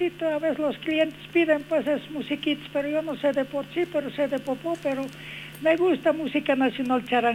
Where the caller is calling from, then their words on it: Bolivia; todos somos los bolivianos como somos bolivianos, todos somos una familia